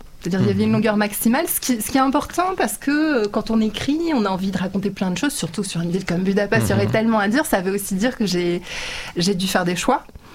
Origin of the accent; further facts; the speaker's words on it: France; je suis née en France de parents hongrois.